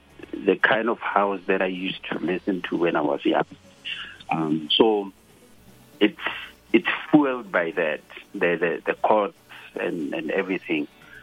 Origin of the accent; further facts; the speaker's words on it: Potchefstroom, North West, South Africa; born there; So I was born in Potchefstroom, the city in Northwest.